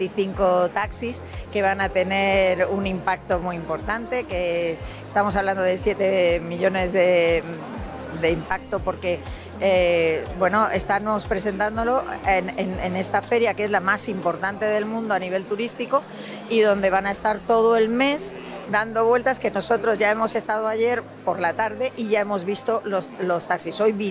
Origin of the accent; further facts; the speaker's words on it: Torremolinos, Andalusia, Spain; venimos de cualquier sitio, venimos de Torremolinos y ese es nuestro paraíso, lo hemos hablado siempre.